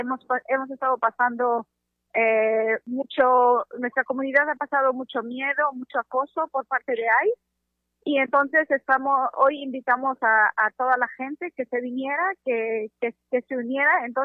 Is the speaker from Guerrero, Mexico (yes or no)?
no; Puebla, Mexico; now in New York, United States; poblanos, los mexicanos de esta área, somos poblanos. Yo soy poblana.